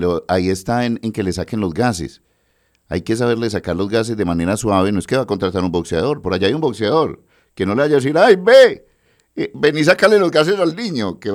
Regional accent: Medellín, Antioquia, Colombia; Ah, eres de mi tierra.

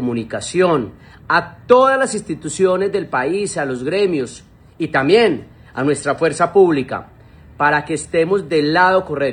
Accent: Colombia

